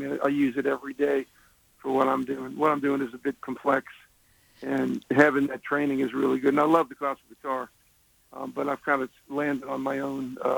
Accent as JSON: {"language": "English", "town": "New Orleans", "region": "Louisiana", "country": "United States", "tie": "born or raised there", "said": "New Orleans, my hometown."}